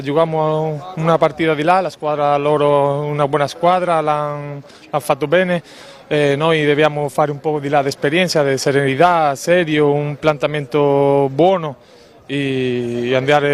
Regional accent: Spain; Italian is a second language; moved away as an adult; now in Taranto, Italy; sono di Spagna, sono qua e sono molto grato a lei

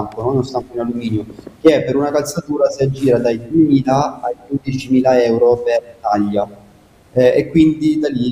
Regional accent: Casarano, Apulia, Italy; nonostante sia io che Marco siamo nati e cresciuti a Caserano

